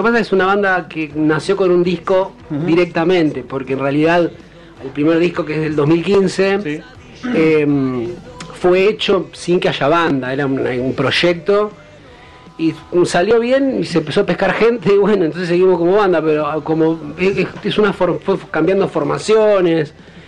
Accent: La Plata, Buenos Aires Province, Argentina; Somos de Malvinas, de Isla Malvinas.

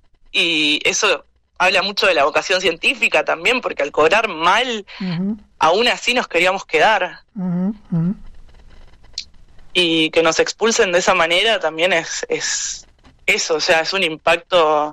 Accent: Chubut, Argentina; No, yo soy de Chubut. Yo soy de Chubut. No estoy evaluando la posibilidad de volver, pero bueno, quizás me toque, no lo sé.

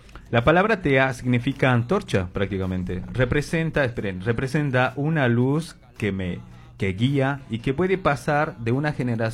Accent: Bolivia; now in Argentina; Yo no nací aquí en Argentina, yo soy netamente boliviano.

